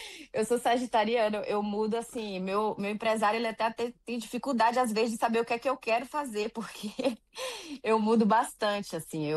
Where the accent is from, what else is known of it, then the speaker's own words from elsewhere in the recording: Salvador, Bahia, Brazil; moved away as an adult; now in Curitiba, Brazil; quando eu estava morando em Salvador, eu morava com minha família, morava com os meus pais, e quando eu fui para Curitiba